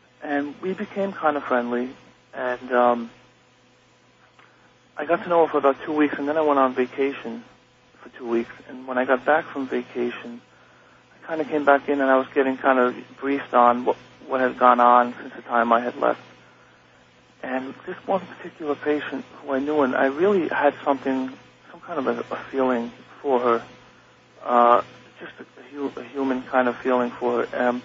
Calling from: New Rochelle, New York, United States; New Rochelle, New York.

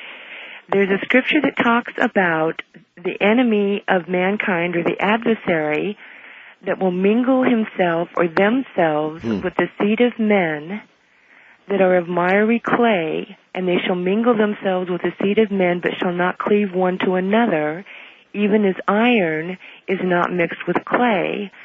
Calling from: Lane County, Oregon, United States; I'm calling from Lane County, Oregon

